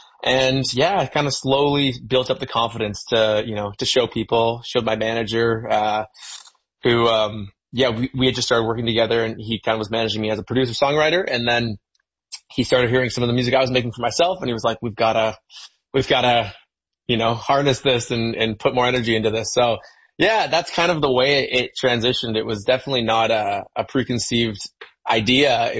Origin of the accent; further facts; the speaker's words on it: London, Ontario, Canada; my hometown, which is London, Ontario.